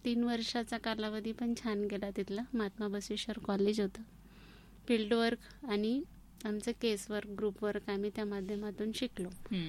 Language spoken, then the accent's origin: Marathi; Latur, Maharashtra, India; moved away as an adult; now in Ahmednagar, India; मी मूळची लातूरचीच. माझं पूर्ण शिक्षण म्हणजे ग्रॅज्युएशनपर्यंत लातूरमध्येच झालं आणि जन्मगावही तेच आहे